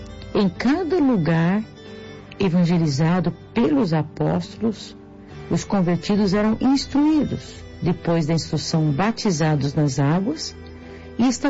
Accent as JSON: {"language": "Portuguese", "town": "Porto Alegre", "region": "Rio Grande do Sul", "country": "Brazil", "said": "eu sou de Porto Alegre"}